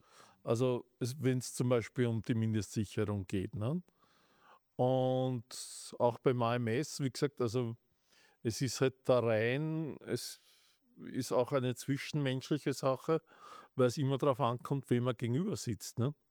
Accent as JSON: {"language": "German", "town": "Stadtschlaining", "region": "Burgenland", "country": "Austria", "also_born_or_lived": "Vienna", "said": "Ich komme aus dem Burgenland, also in Stadt Schleining, dort wo auch die Friedensburg zu Hause ist. Habe lange Zeit in Wien gelebt, bin dann ins Burgenland gezogen."}